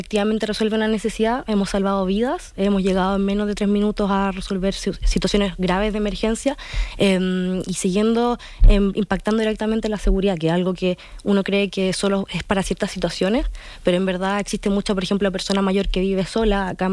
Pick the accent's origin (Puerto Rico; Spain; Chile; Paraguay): Chile; Santiago, Santiago Metropolitan; Nosotros, yo soy de Santiago, y vivimos quizás una similitud en cuanto a cómo la población se relaciona entre sí